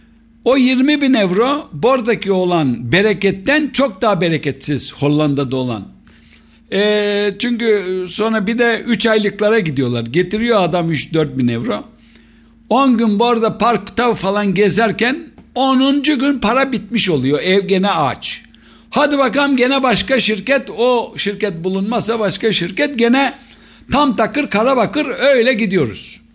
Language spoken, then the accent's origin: Turkish; Eastern Macedonia and Thrace, Greece; Kozikepir Belediyesi gerçekten büyük bir belediye, 58 köy. Bir de en önemlisi de ben de o belediyedenim. Bizim orada daha uzaklardan görünen Üç Kazlar Köyü benim köyüm.